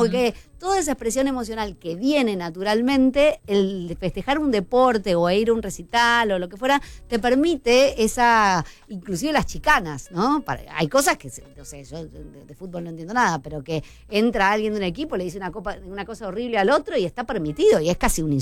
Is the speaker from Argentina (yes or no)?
yes; Argentina; somos todos argentinos, eso está claro